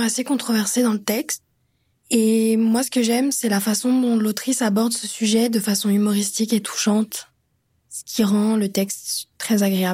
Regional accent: France; now in Montreal, Canada; De toute façon, je suis française, donc anti-clim, par esprit de contradiction, je suppose.

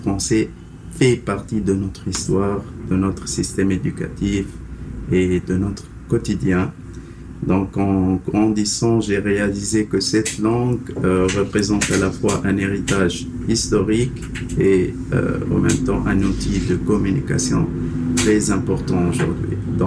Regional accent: Tunisia; moved away as an adult; now in Canada; En tant que Tunisien

